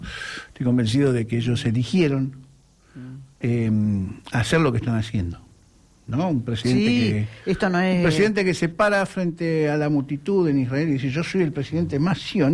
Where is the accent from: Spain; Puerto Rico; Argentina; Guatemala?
Argentina; las empresas que hemos asumido como argentinos